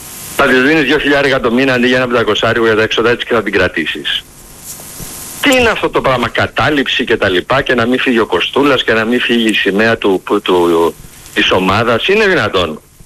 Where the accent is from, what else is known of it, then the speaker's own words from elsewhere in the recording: Thessaloniki, Central Macedonia, Greece; επειδή είμαι από Θεσσαλονίκη, αγαπάω τον ΠΑΟΚ